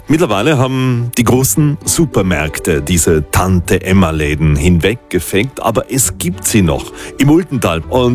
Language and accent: German; Lana, Trentino-Alto Adige, Italy; Ich erinnere mich noch ganz gut in meiner Schulzeit in meinem Heimatdorf in Lana.